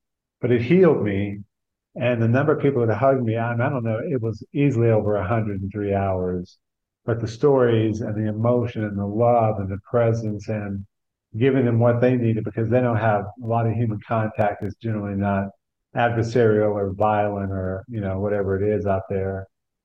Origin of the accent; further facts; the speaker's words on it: Texas, United States; Well, I grew up in Texas, hence the name.